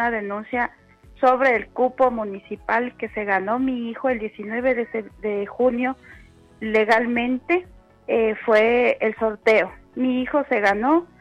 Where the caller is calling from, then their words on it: Quito, Pichincha, Ecuador; Desde el centro de Quito.